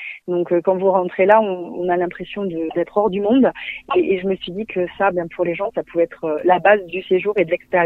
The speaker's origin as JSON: {"language": "French", "town": "Saint-Flour", "region": "Auvergne-Rhône-Alpes", "country": "France", "tie": "born or raised there", "moved": "as an adult", "said": "Je suis originaire de Saint-Flour. J'ai quitté la région il y a quelques années pour finir mes études, aller travailler à l'étranger. Et les grands espaces me manquaient, donc j'ai décidé de revenir au pays."}